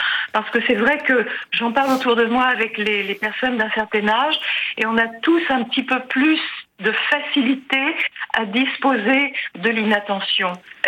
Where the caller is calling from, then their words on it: Paris, Île-de-France, France; de Paris.